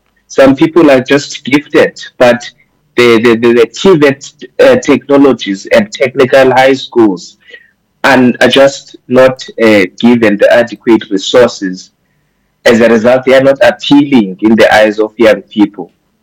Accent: Eastern Cape, South Africa; I grew up in the Eastern Cape

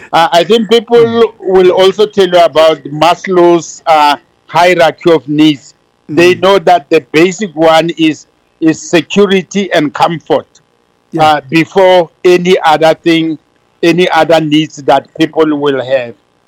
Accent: Hammanskraal, North West, South Africa; moved away as an adult; now in Johannesburg, South Africa; And I remember I came from Hammanskraal, then in the northwest to Johannesburg in the late 80s to work.

